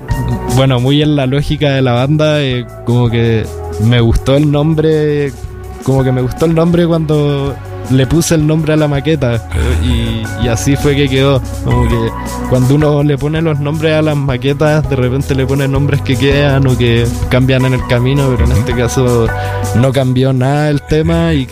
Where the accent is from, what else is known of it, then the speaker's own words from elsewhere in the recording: Ñuñoa, Santiago Metropolitan Region, Chile; yo soy de Ñuñoa